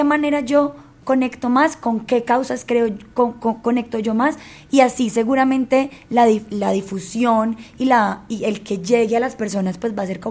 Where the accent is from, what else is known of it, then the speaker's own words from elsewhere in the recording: Medellín, Antioquia, Colombia; now in Bogotá, Colombia; nosotros somos de Medellín, pero Bogotá nos ha acogido de una manera pues muy hermosa